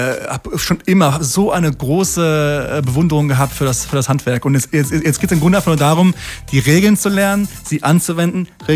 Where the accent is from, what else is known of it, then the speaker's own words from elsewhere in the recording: Essen, North Rhine-Westphalia, Germany; Irgendwie Essen ist der Ort, wo ich herkomme, der mich sehr bewegt, wo meine Freunde leben.